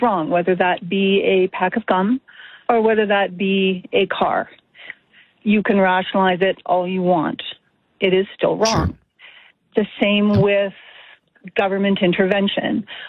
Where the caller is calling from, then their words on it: Alberta, Canada; I am from Alberta.